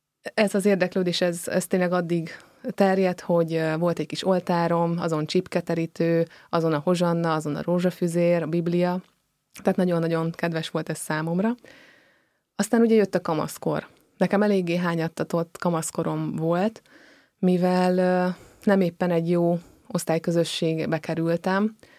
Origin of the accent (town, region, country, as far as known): Nagyoroszi, Nógrád, Hungary; born there; also born or lived in Pest County